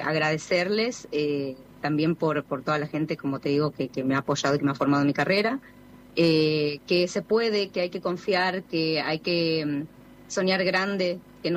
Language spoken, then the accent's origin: Spanish; San Salvador de Jujuy, Jujuy, Argentina; moved away as an adult; also born or lived in Córdoba; now in Mexico; yo me crié en Alto Comedero, con una madre soltera que hizo cargo de 4 hijas.